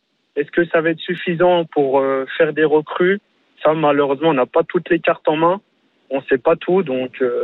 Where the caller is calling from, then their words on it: Annecy, Auvergne-Rhône-Alpes, France; Haute-Savoie, Annecy.